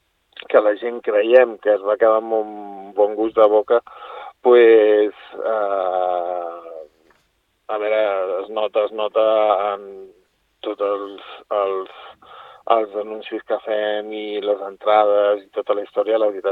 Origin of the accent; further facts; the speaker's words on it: Girona, Catalonia, Spain; Nosaltres som de Girona